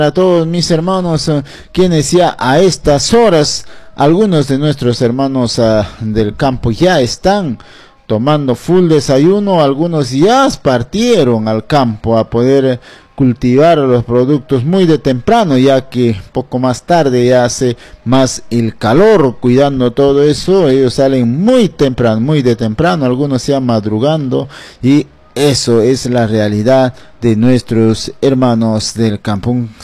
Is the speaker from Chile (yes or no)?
no; Peru; mi centro poblado donde me vio crecer, Unión Autiqui.